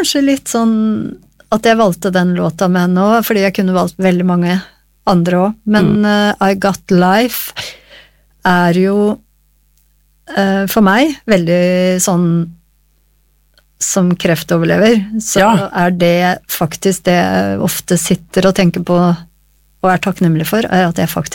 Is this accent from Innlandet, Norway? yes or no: yes; Hamar, Innlandet, Norway; moved away as an adult; also born or lived in Oslo; Jeg født i Oslo, oppvokst på Hamar, og flykta fra Hamar med en gang jeg var ferdig med skolen, videregående.